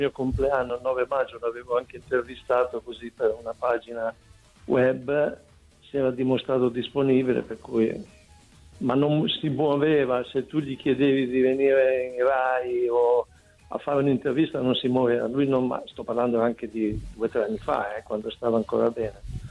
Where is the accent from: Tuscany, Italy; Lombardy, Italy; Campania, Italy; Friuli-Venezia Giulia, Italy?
Friuli-Venezia Giulia, Italy; io non sono un bevitore accanito, sono un friulano arrangiato.